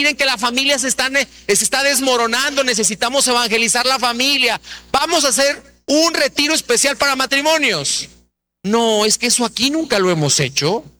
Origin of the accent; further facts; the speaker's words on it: Mexico; allá en mi país, en México, y especialmente en mi zona